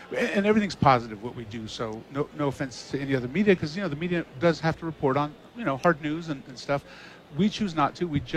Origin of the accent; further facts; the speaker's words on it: New Mexico, United States; also born or lived in California; now in Albuquerque, United States; So I'm from Pruitt, which is about 100 miles west of here. I'm a New Mexican, born and raised, went to New Mexico State, studied journalism. And I moved back here from California in 2003